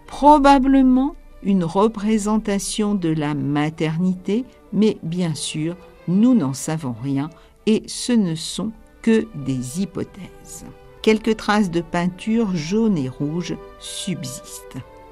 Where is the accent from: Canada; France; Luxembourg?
France; Nouvelle-Aquitaine; Et il est chez nous, dans notre Poitou.